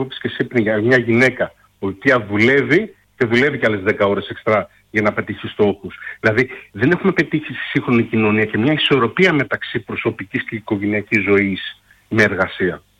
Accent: Greece; Φταίμε εμείς, σαν Έλληνες, σαν λαούς.

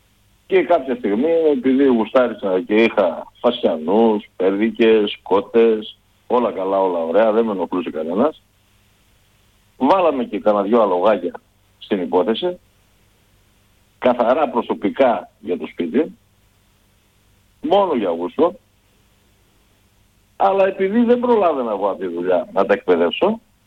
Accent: Thessaloniki, Central Macedonia, Greece; moved away as an adult; now in Kalandra, Greece; Είμαι μεγαλωμένος στη Θεσσαλονίκη. Στο Κορδελιό. Δεν είμαι μεγαλωμένος με ζώα, αλλά το χωριό μου ήταν η Καλάνδρα. Και γύρισα μετά από το στρατό εδώ στην Καλάνδρα.

